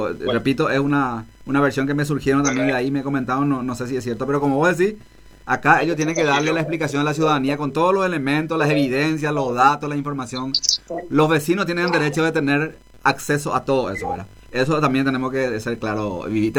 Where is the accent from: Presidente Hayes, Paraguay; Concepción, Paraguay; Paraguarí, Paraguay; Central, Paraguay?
Concepción, Paraguay; now in Ciudad del Este, Paraguay; porque en el año 2000, cuando vine de Concepción al Alto Paraná y particularmente a Ciudad del Este, ¿cuál fue el primer barrio donde yo viví? Fue en el barrio San Ramón